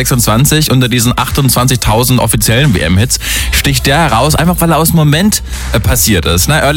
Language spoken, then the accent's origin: German; Norway; Naja, jetzt freuen wir uns einfach für Norwegen mit. Ich bin Norweger.